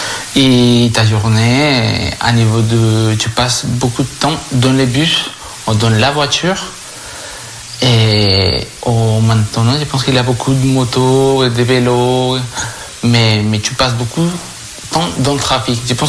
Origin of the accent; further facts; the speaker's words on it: Bogotá, Bogotá D.C., Colombia; French is a second language; moved away as an adult; now in France; je suis d'origine colombienne, je viens de la Colombie, exactement de la ville de Bogota, c'est la capitale.